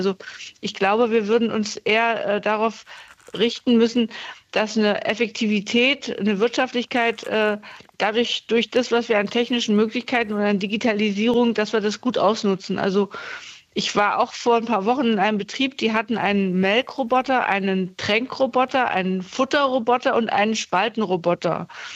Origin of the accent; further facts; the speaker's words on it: Saxony-Anhalt, Germany; ich komme aus Ostdeutschland, aus Sachsen-Anhalt, und wir haben halt die Agrargenossenschaften.